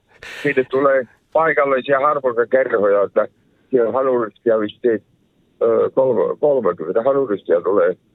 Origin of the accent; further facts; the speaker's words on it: Savonia, Finland; kun mä olen savolainen